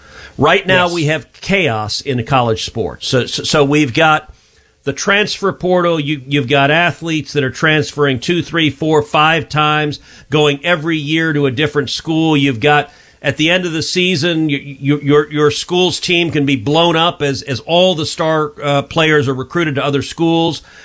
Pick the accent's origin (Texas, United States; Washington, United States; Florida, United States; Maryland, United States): Texas, United States; my home state of Texas.